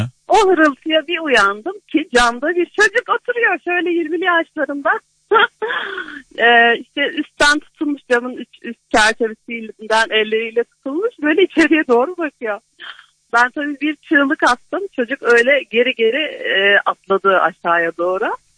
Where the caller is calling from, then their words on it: Istanbul, Turkey; İstanbul'dan malum.